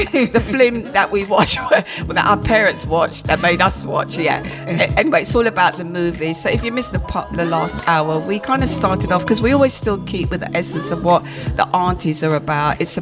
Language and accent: English; London, United Kingdom; I grew up in Brixton, as I said, but she worked at the Odeon, which is now the O2. In Brixton.